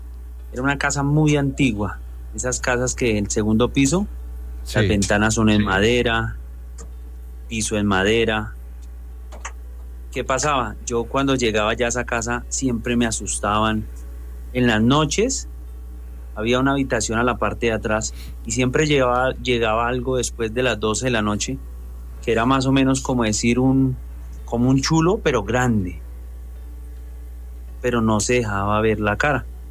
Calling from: Bogotá, Colombia; Desde aquí, desde Bogotá.

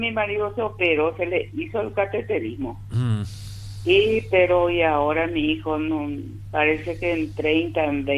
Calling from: Villa Elisa, Central, Paraguay; Yo soy de Villa Elisa. … hace 50 años que estoy acá en Villa Elisa, acá cerca de Cuatro Mojón nomás.

